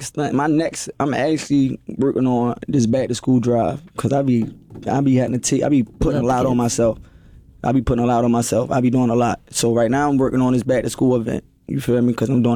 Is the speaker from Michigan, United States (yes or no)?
no; Baltimore, Maryland, United States; No, I ain't gonna lie. I grew up in East Baltimore. I'm from Greymount.